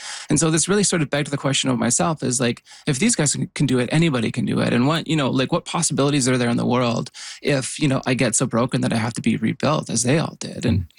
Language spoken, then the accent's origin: English; Yukon, Canada; I grew up in the Yukon